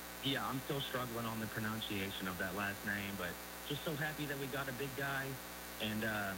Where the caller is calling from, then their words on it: Louisville, Kentucky, United States; from Florida. I'm actually from Louisville, Kentucky, but I'm here in Florida for the week